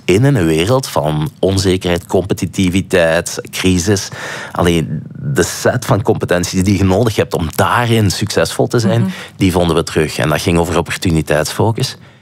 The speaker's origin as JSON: {"language": "Dutch", "region": "Flanders", "country": "Belgium", "said": "Ik zeg, soy de Belgica. En hij zegt, ah, een Belg. En toen zegt Francofen of Flamenco, Vlaming of Waal. En ik zeg, ja, soy Flamenco."}